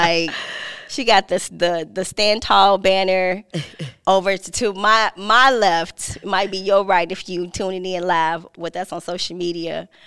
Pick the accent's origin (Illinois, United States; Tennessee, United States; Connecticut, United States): Illinois, United States; Chicago; So I was born originally from Chicago, South Side.